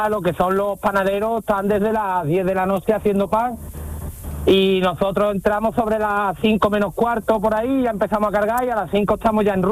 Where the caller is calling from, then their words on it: Chiclana de la Frontera, Andalusia, Spain; yo ahora mismo estoy en Chiclana